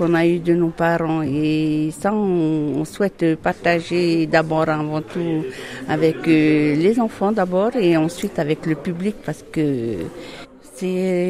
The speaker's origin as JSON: {"language": "French", "town": "Mahina", "region": "Windward Islands", "country": "French Polynesia", "tie": "born or raised there", "said": "Oui, je suis native de la ville de Mahina, ou à la pointe Vénus. Mes origines sont plutôt sur Raiatea, les îles sous le vent."}